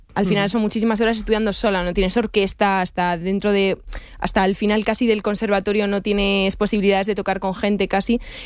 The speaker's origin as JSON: {"language": "Spanish", "town": "Madrid", "region": "Community of Madrid", "country": "Spain", "said": "Pero yo sí, soy madrileña."}